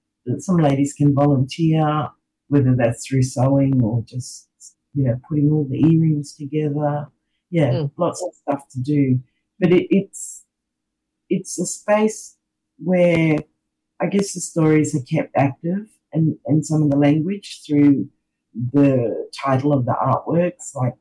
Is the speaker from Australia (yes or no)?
yes; Broome, Western Australia, Australia; certainly when, I guess, Mitch and I grew up here in Broome.